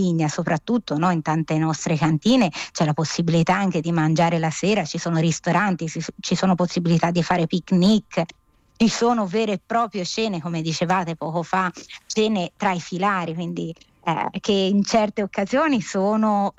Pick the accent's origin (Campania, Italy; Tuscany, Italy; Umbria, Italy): Tuscany, Italy; accent: Tuscan; Che io sono toscana, lo sentite